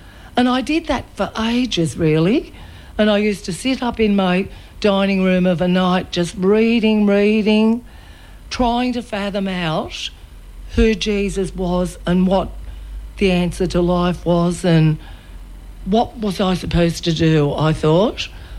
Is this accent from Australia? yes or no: yes; Goulburn, New South Wales, Australia; I grew up in Goulburn in a family of five kids. Not a terribly religious family, but attended Sunday school a lot, went to church a lot.